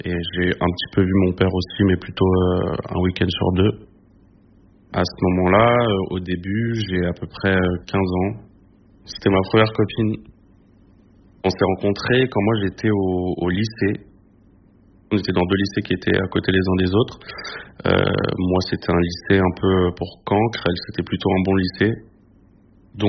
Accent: Paris, Île-de-France, France; j'ai 29 ans et j'habite à Paris. Donc moi j'ai grandi dans le 18e arrondissement, à la Goutte d'Or. J'ai grandi plutôt avec ma mère et mes deux petites sœurs et mon beau-père.

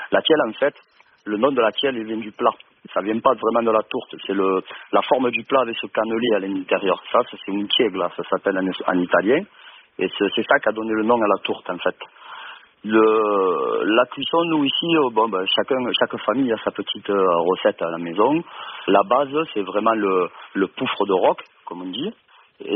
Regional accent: Sète, Occitanie, France; comme on dit, à Sète au quartier haut. Dans la place du poufre, quoi. Chez nous, on ne dit pas poulpe, on dit le poufre.

